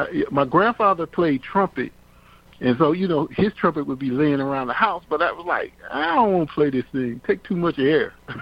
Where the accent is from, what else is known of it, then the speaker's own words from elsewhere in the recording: North Chicago, Illinois, United States; also born or lived in Waukegan, Illinois; I was born in North Chicago, Illinois. Well, I lived in North Chicago, born in Waukegan, Illinois, right across the street.